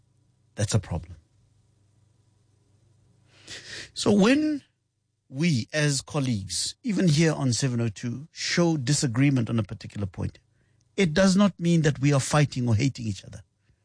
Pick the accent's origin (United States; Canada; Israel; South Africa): South Africa; we share this identity that we are South African. These are my countrymen. These are South Africans. I share that identity with them.